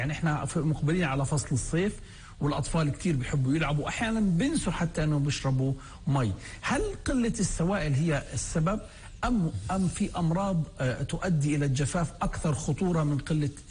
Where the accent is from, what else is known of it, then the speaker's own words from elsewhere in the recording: Palestine; احنا كشعب فلسطيني بنعيش حالة استثنائية.